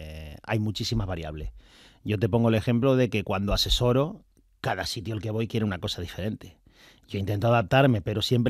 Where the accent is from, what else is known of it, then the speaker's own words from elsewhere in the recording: Tenerife, Canary Islands, Spain; aunque yo soy de Tenerife